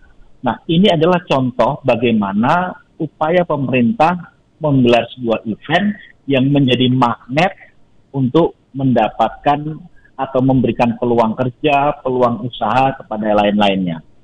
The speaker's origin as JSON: {"language": "Indonesian", "town": "Boyolali", "region": "Central Java", "country": "Indonesia", "said": "Pak … dari Boyolali, selamat siang. Saya orang Boyolali, Pak …. Boyolalinya di mana, Pak …?"}